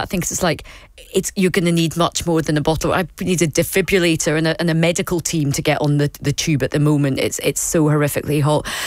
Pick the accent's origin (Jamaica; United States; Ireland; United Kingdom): United Kingdom; Glasgow, Scotland; accent: Glaswegian; moved away; I get really worried I'm going to lose my Scottish accent. I feel I need to get elocution lessons to keep my Scottish accent.